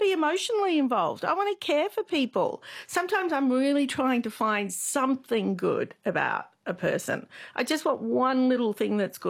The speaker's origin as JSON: {"language": "English", "country": "Australia", "said": "from my perspective, I'm Lebanese Australian, it's a very, very white story, I think, from where I sit"}